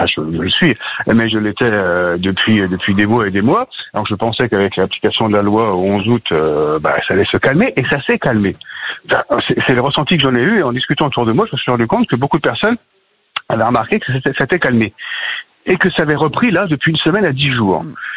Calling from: Épernay, Grand Est, France; Moi, je suis à Épernay dans la Marne.

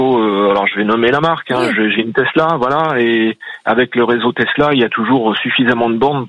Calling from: Mozac, Auvergne-Rhône-Alpes, France; Je vous appelle de Moza, dans le Puy-de-Dôme, à 12 km au nord de Clermont-Ferrand.

